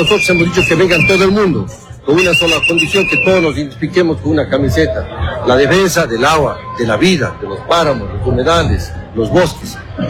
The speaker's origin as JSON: {"language": "Spanish", "town": "Cuenca", "region": "Azuay", "country": "Ecuador", "said": "porque ¿qué somos pues, los cuencanos, azuayos y australes dentro del contexto nacional?"}